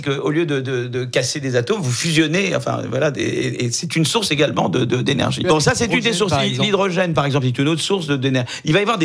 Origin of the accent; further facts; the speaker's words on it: France; chez nous, en France et en Europe.